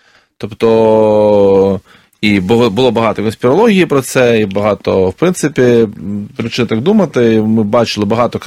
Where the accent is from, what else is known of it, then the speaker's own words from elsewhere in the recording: Luhansk, Luhansk Oblast, Ukraine; в моєму рідному місті, зараз окупованому Луганську